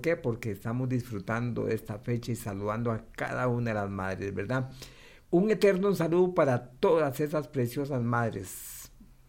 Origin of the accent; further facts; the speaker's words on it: Cartago, Costa Rica; de Cartago, quiero saludar a doña Fresi Álvarez en Turrialba, mi pueblo lindo.